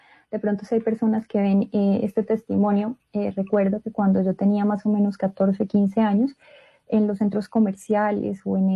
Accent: Colombia; yo soy colombiana, colombianísima. … madre soltera, católica y activista provida.

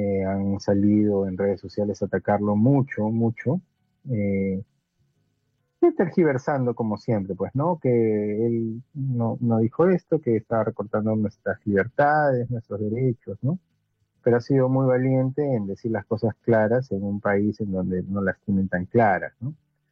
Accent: Peru; es una cultura peruana, obviamente. Ya no somos españoles, ¿no?

